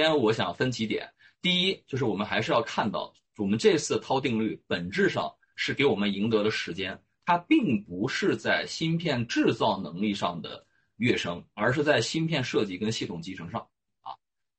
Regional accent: China; 还是要坚信我们中国人有我们自己的智慧，有我们自己的勤劳

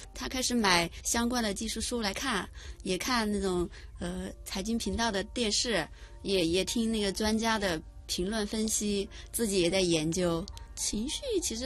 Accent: Sichuan, China; moved away; 当时其实我还想回四川的，我老家是四川的，我是本来打算要回四川的

